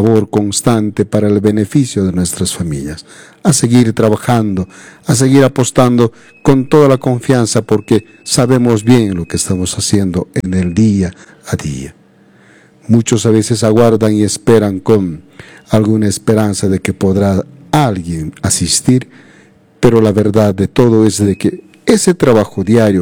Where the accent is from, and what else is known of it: Peru